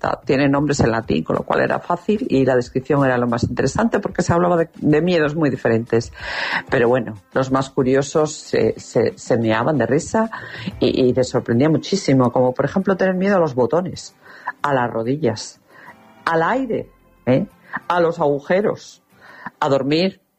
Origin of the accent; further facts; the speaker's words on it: Cantabria, Spain; now in Sevilla, Spain; Soy cántabra en Sevilla.